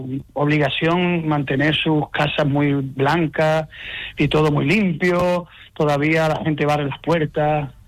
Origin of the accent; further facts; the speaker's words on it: El Granado, Andalusia, Spain; Pues me gusta mi pueblo especialmente por la comunidad, por la gente que tiene, porque es una comunidad muy acogedora.